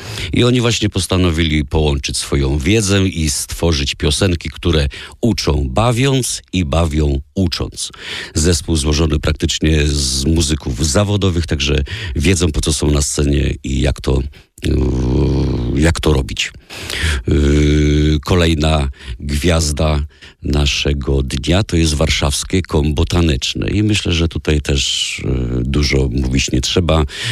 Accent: Teresin, Masovian Voivodeship, Poland; U nas w Teresinie

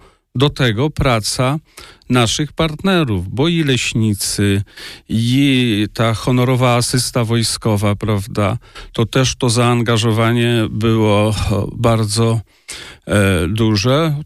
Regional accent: Iłów, Masovian Voivodeship, Poland; trzeba jakąś, myślę, jakoś to podkreślać, że my jesteśmy stąd, nasi bohaterowie są z Iłowa, z ziemi iłowskiej.

